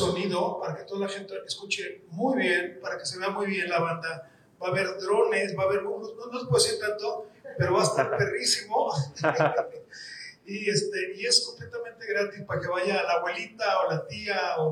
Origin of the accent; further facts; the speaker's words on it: Guadalajara, Jalisco, Mexico; somos de Guadalajara, Jalisco, la tierra del tequila y el mariachi.